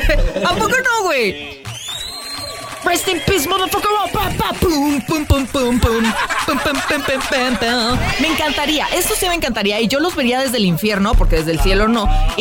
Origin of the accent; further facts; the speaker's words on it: Mexico; Uno como mexicano siento que tiene mucho esta jiribilla con la muerte